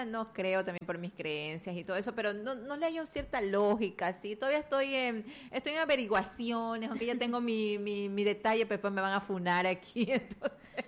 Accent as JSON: {"language": "Spanish", "country": "Ecuador", "said": "me voy en la buseta, como buena ecuatoriana."}